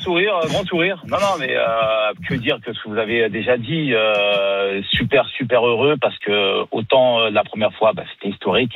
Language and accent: French; Algeria; Je suis algérien, donc je suis.